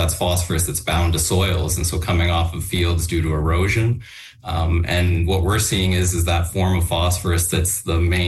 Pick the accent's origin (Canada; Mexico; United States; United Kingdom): Canada; Ontario; growing up in Southern Ontario